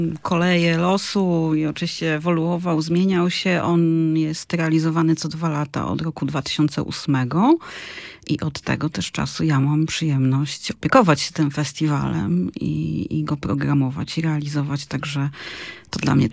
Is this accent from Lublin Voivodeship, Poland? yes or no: no; Pomeranian Voivodeship, Poland; jestem też stąd, w sensie nie jestem kaszubką, ale jestem z Pomorza.